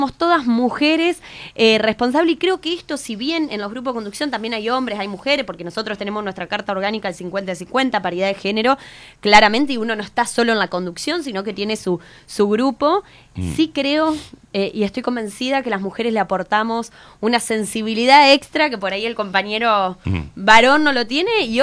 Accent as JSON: {"language": "Spanish", "town": "Paraná", "region": "Entre Ríos", "country": "Argentina", "said": "de Paraná estudié 5 años en Villaguay, así que me fui a vivir 5 años a Villaguay."}